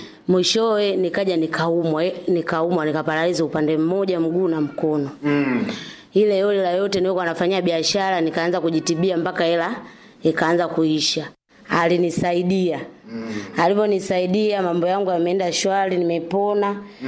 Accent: Mtwara, Tanzania; Natokea mkoa wa Mtwara.

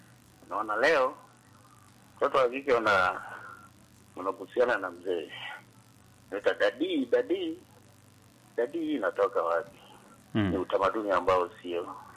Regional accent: Tanzania; Mimi ni Msukuma bwana Mr. P. Sisi wakati tunakuwa miaka ile uwezo ka pewa posa au kuruhusiwa kuwa kama hujajenga nyumba, tunaitaga sisi kwa lugha ya Kisukuma maji.

